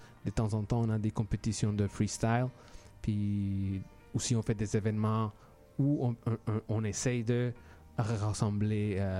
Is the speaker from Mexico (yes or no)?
yes; Mexico; now in Montreal, Canada; Je suis originaire de Mexique. Ça fait 26 ans que j'habite ici à Montréal.